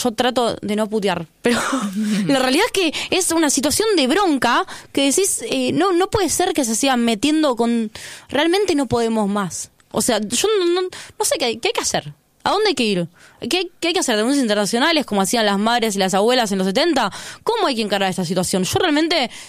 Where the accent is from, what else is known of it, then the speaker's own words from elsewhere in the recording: Moreno, Buenos Aires Province, Argentina; yo soy de Moreno